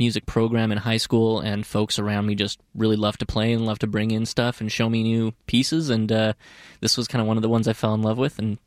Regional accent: Qatar; also born or lived in St. Albert, Canada; We moved when I was about six to the Middle East, and I was in Qatar for about 10 years there.

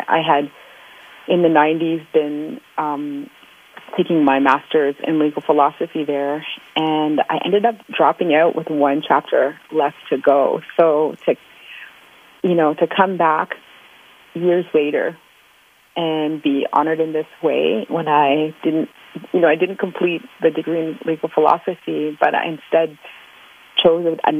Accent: Toronto, Ontario, Canada; now in Ottawa, Canada; Yeah, that's where I live now, but born and raised in Scarborough.

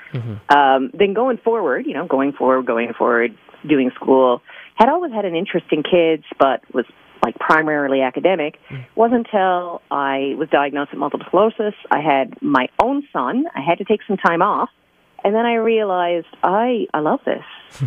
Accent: Newfoundland and Labrador, Canada; born or raised there

